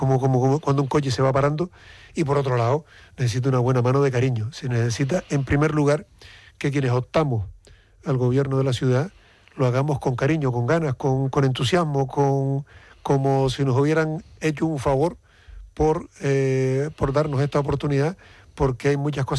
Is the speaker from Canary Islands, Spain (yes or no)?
yes; Canary Islands, Spain; Yo me siento canario de las 8 islas